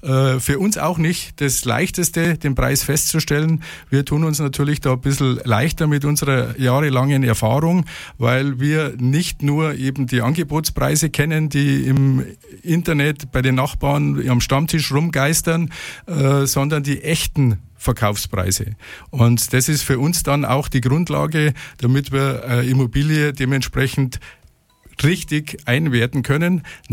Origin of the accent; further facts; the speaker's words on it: Bad Tölz, Bavaria, Germany; moved away as an adult; now in Holzkirchen, Germany; Und bin in Tölz aufgewachsen und zur Schule gegangen und Anfang meiner 20 Jahre hat mich dann die Liebe nach Holzkirchen verschlagen, aber kenne Tölz natürlich aus meiner Westentasche